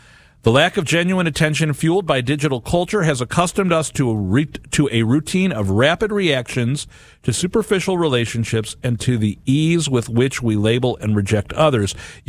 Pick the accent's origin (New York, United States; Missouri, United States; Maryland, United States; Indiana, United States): Missouri, United States; St. Louis; I grew up in St. Louis.